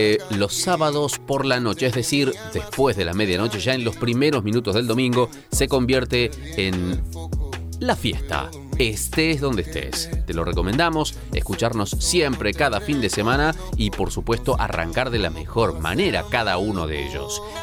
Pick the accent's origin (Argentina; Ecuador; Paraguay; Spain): Argentina; lo que hoy realmente somos, los argentinos